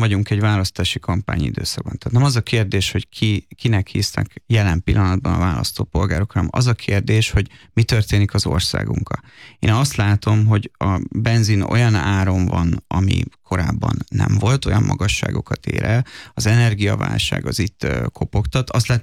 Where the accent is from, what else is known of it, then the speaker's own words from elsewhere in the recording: Hungary; mert magyarok vagyunk